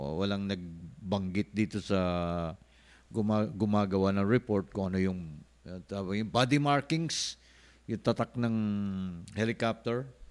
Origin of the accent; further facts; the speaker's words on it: Davao Region, Philippines; now in Manila, Philippines; Sa aming salita, yung gatherer na, tuba gatherer sa amin sa Davao ay mananggiti.